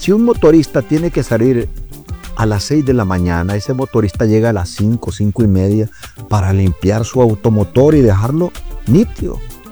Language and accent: Spanish; Honduras; los maestros en mi barrio, en mi pueblo, eran de unidocencia, le dicen, que es para todas las clases